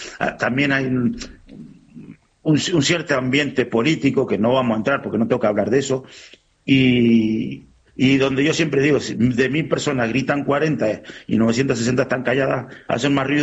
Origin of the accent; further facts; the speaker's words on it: Guaymallén, Mendoza, Argentina; Somos todos de Guaymallén.